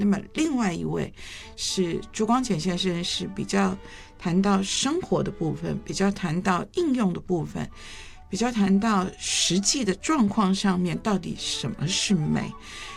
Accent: Shanghai, China; 我是上海人，上海人是农农农哈，就是你，我听我父亲都是农怎么样，农怎么样，

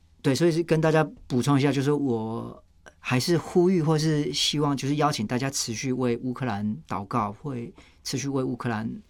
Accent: Taiwan; 作为一个台湾人看经历了三个阶段

